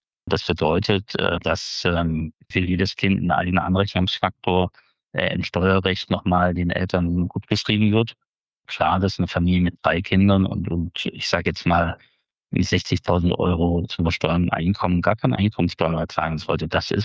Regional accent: Jena, Thuringia, Germany; born or raised there

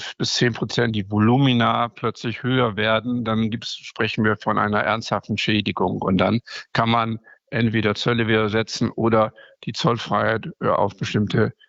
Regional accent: Northern Germany, Germany; Nein, also da bin ich als Norddeutscher, wie Sie eben schon einleitend schon gesagt haben, sturmerprobt.

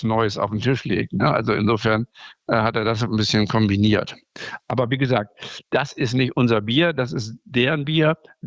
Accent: Northern Germany, Germany; Nein, also da bin ich als Norddeutscher

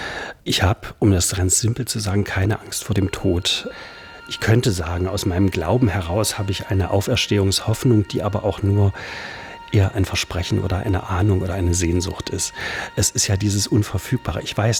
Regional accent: Erfurt, Thuringia, Germany; Ich bin in Erfurt groß geworden

